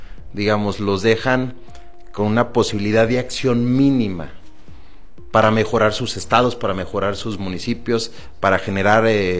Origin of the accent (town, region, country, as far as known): Mexico